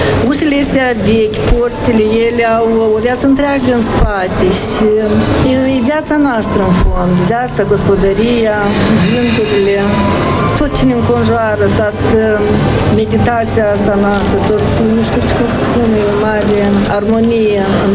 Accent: Micleușeni, Strășeni District, Moldova; also born or lived in Seliște, Nisporeni; now in Poșta Veche, Moldova; M-am născut în Seliște, Nisporeni, dar am copilărit în Micleușeni, lângă Dolna, câțiva kilometri

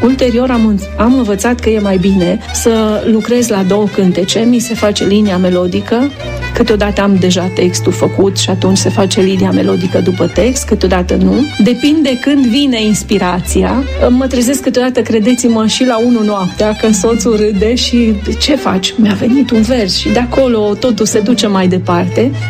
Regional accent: Turda, Cluj County, Romania; să știe toată lumea că eu vin de la Turda.

